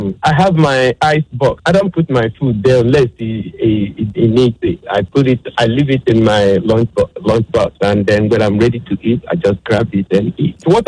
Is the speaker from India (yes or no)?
no; Nigeria; moved away as an adult; now in Oklahoma City, United States; I am originally from Nigeria.